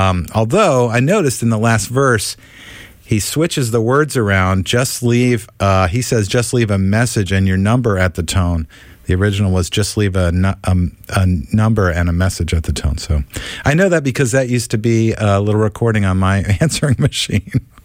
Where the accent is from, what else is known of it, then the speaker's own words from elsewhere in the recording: Virginia, United States; moved away; I was raised in Virginia, so anything with Virginia in it kind of stands out to me.